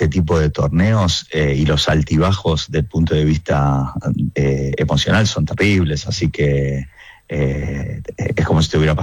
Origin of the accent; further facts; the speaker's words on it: Argentina; nosotros la verdad que estamos acostumbrados como argentinos en todo a arreglarnos con lo que hay